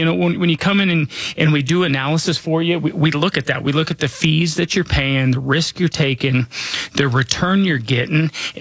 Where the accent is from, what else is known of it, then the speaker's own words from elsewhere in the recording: Denver, Colorado, United States; I was born and raised here in Denver. You know, I'm not just licensed here.